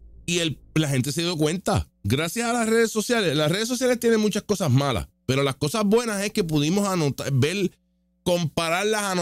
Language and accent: Spanish; Puerto Rico; Nosotros, los estadistas, somos estadounidenses y puertorriqueños y eso no tiene ningún problema.